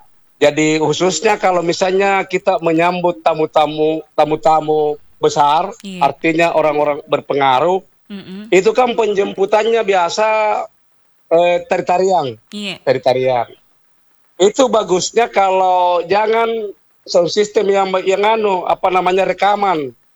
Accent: South Sulawesi, Indonesia; itu kita bisa pakai sesama orang Sulsel.

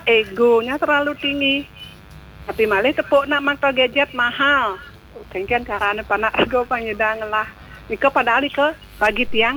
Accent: Bali, Indonesia; Pada umumnya niki kita orang Bali nggih terlalu ego manahan titi nggih.

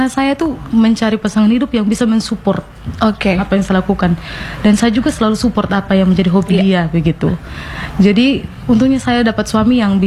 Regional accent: East Nusa Tenggara, Indonesia; sebenarnya kita ini orang Sumba nih pintar, cerdas, itu kita semua punya begitu.

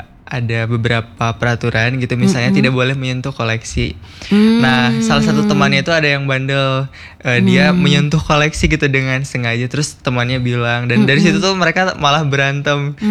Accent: Majalengka, West Java, Indonesia; born or raised there; moved away

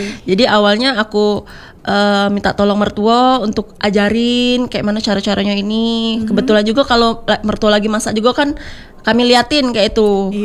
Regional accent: Java, Indonesia; aku orang Jawa

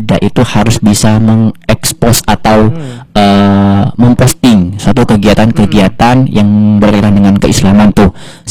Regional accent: Indonesia; saya berasal dari kampung Mertanda

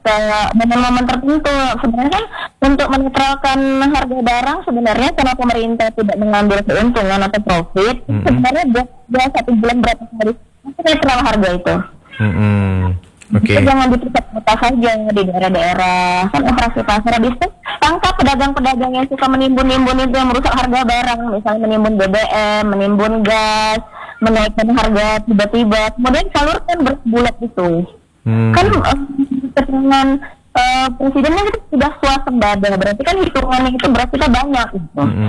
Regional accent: Aceh, Indonesia; Ini kayak kita ini kan, Aceh ini kan masalahnya semua diambil dari luar.

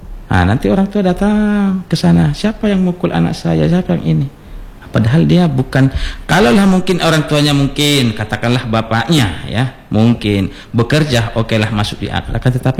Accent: Indonesia

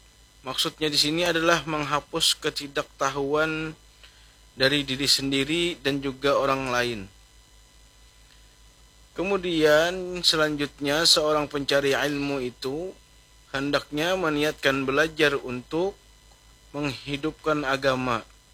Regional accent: Banjarmasin, South Kalimantan, Indonesia; kita sebagai warga Banjarmasin, sebagai umat Islam

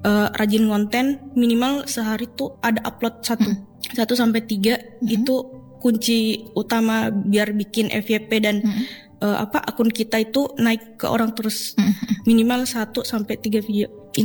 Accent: Makassar, South Sulawesi, Indonesia; now in Mamuju, Indonesia; Apalagi saya tuh di Mamuju pendatang, saya dari Makassar.

